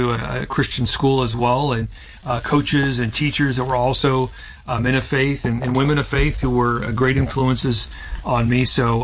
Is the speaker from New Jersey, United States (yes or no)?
no; Seattle, Washington, United States; So I grew up in Seattle, in North Seattle. We moved there when I was very young and really spent the rest of my formative years there.